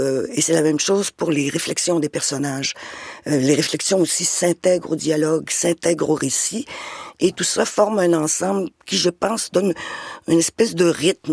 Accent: Quebec, Canada; chez nous, au Québec

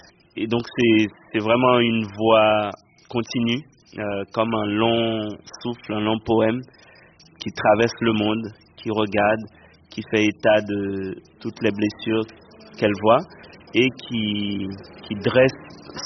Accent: Haiti; moved away as an adult; also born or lived in Port-au-Prince; now in France; le contexte où j'ai grandi en Haïti.

